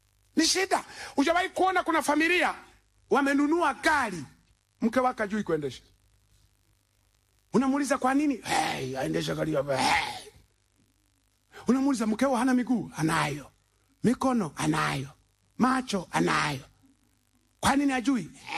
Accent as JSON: {"language": "Swahili", "region": "Mbeya", "country": "Tanzania", "said": "Sisi kule kwetu Mbeya kuna mambo ya ajabu sana."}